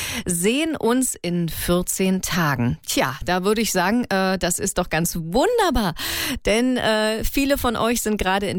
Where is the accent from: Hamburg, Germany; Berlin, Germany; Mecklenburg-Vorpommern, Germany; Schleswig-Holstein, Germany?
Berlin, Germany; Ich bin ja Berliner Mädchen.